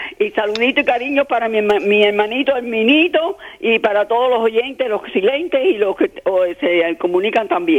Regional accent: Regla, Havana, Cuba; also born or lived in Santa Clara / Mariel; now in United States; porque nací en Santa Clara, después me fui para el Mariel, después me fui para Regla, y después vine para Estados Unidos, para Texas y para Miami.

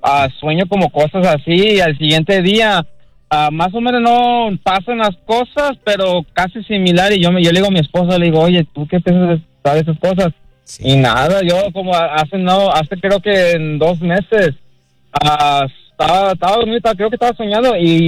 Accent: Sabinas Hidalgo, Nuevo León, Mexico; Bueno, allá en Sabinas, donde soy yo de Sabinas, Hidalgo, Nuevo México, uh-huh.

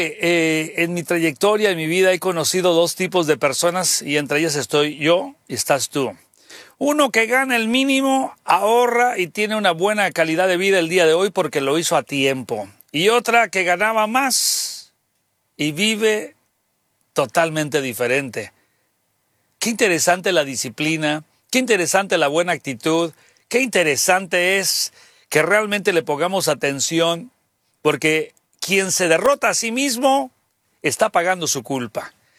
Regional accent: Mexico

